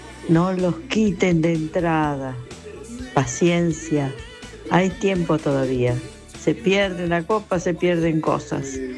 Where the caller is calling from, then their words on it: Argentina; La boquense de siempre los llama … de Urquiza.